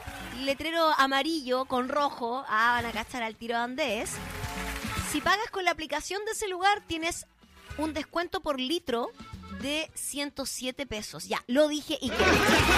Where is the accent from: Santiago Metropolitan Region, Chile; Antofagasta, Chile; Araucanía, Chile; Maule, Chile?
Araucanía, Chile; Temuco; now in Valdivia, Chile; A Temuco. Mi ciudad, mi tierra natal, tierra de copihues y araucarias.